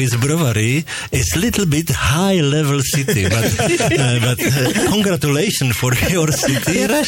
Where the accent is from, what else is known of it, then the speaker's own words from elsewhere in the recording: Czechia; English is a second language; But I am from beer country, I am from Czech Republic